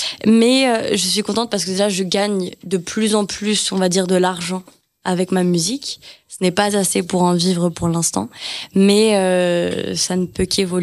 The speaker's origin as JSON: {"language": "French", "town": "Champigny-sur-Marne", "region": "Île-de-France", "country": "France", "tie": "born or raised there", "said": "Je suis originaire du 9-4, par contre. Je viens de Champigny-sur-Marne. Donc, c'est une autre banlieue de Paris."}